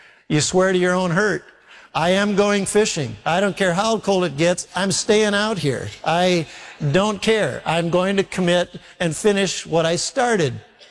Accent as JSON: {"language": "English", "town": "Minneapolis", "region": "Minnesota", "country": "United States", "said": "and I'm from Minneapolis, but I have never, ever been colder in all of my life."}